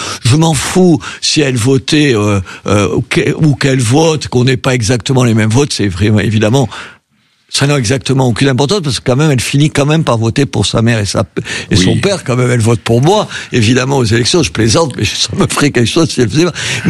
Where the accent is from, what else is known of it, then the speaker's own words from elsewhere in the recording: south of France, France; alors peut-être que je suis du Midi, donc je m'emballe